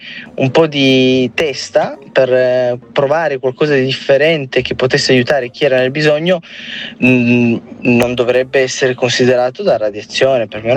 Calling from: Milan, Lombardy, Italy; da Milano.

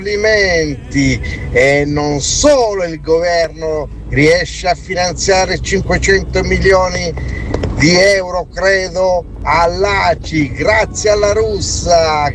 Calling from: Milan, Lombardy, Italy; da Milano.

